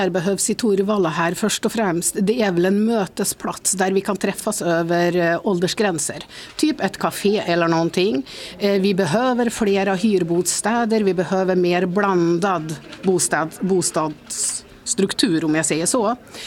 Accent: Trondheim, Trøndelag, Norway; moved away as an adult; now in Östersund, Sweden; Jag har bott här i Torvalla nu i snart 26 år. Jag är född och uppväxt i Trondheim i Norge.

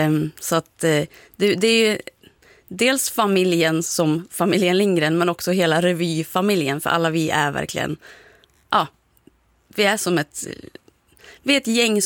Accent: Ljusdal, Gävleborg County, Sweden; kommunpolitiken i Ljusdal då specifikt där vi kommer från.

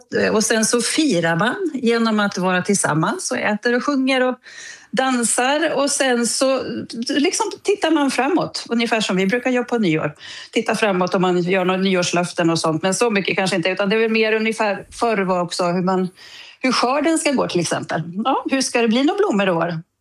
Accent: Sundsvall, Västernorrland County, Sweden; moved away as an adult; now in New Zealand; hemma i Sundsvall

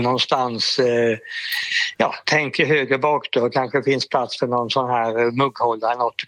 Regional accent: Sävsjö, Jönköping County, Sweden; born there; jag gick ner till biblioteket hemma i Sävsjö

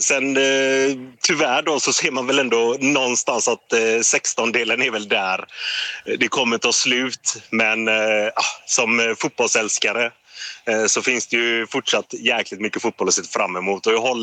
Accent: Gothenburg, Västra Götaland County, Sweden; moved away; med familjen hemma i Göteborg

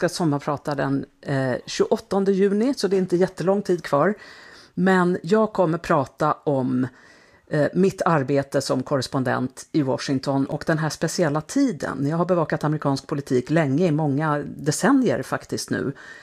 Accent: Halmstad, Halland County, Sweden; moved away as an adult; now in United States; syster med familj bor i Halmstad. Jag är alltid där på sommaren och ytterligare några gånger per år. Och det är min uppväxtstad och på många sätt min hemort fortfarande, även om jag inte har bott där sedan jag slutade gymnasiet. Men det är en viktig plats för mig.

